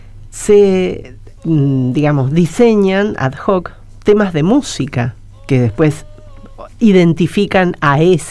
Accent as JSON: {"language": "Spanish", "country": "Argentina", "said": "Yo estuve en España a principio de año y cuando tomás un Uber, un taxi, algo, decís, ah, ¿de dónde sos? Argentina."}